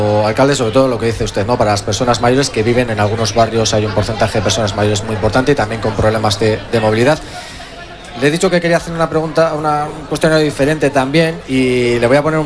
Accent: Bilbao, Basque Country, Spain; Los que la conocemos, que hemos vivido aquí. Bueno, yo soy de Santutxu, pero me considero Bilbao, claro.

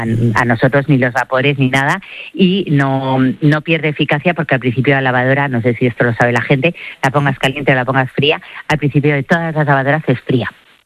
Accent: Spain

